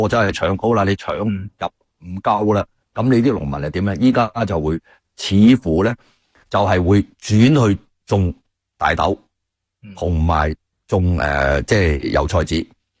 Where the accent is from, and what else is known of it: Canada